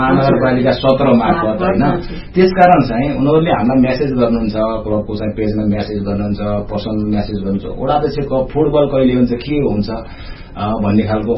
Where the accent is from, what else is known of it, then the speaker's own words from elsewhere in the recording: Pokhara, Gandaki Province, Nepal; born there; मेरो जन्म त मासबारमा भएको